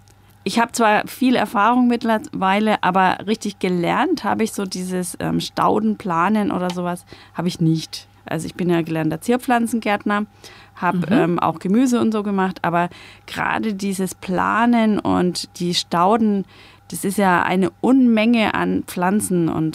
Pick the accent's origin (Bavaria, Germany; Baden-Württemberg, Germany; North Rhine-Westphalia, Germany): Bavaria, Germany; ich könnte auch rot-weiß sagen, ne? Dann sind meine Franken.